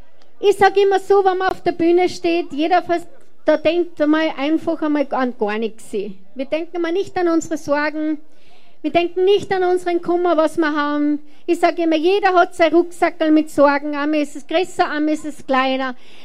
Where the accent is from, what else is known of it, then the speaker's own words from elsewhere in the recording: Austria; ich als Österreicherin